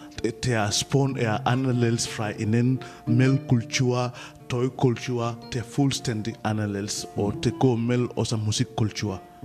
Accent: Gambia; Danish is a second language; moved away as an adult; now in Denmark; Jeg er født og opvokset i Gambia. Jeg har boet i Danmark i 4-2 år

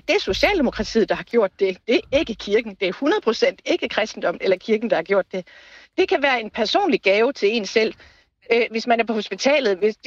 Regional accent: Valby, Capital Region of Denmark, Denmark; Jeg er nu fra Valby, men jeg er på vej til Viborg

